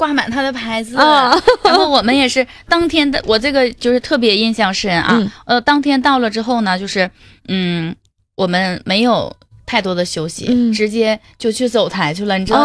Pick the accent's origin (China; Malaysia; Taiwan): China; Northeast China; 然后又要体现咱们东北这边